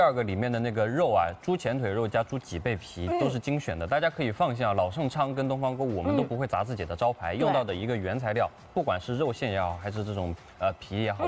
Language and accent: Chinese; Shanghai, China; 咱们上海人